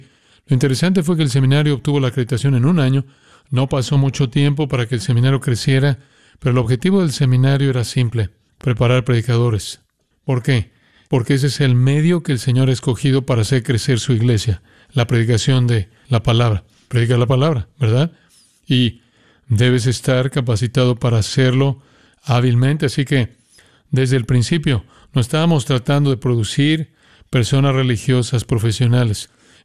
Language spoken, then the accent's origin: Spanish; Van Nuys, California, United States; Y yo nací en Van Nuys en 1978. Así que he estado aquí desde entonces y tan agradecido por lo que esta iglesia ha sido en mi vida.